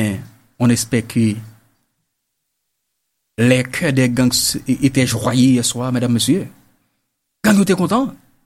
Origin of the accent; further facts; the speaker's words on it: Haiti; Parce que nous sommes tous des Haïtiens. Même si vous êtes à l'étranger, mais nous sommes tous des Haïtiens.